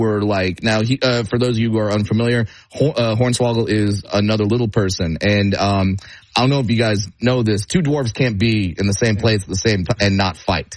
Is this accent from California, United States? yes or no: yes; California, United States; born or raised there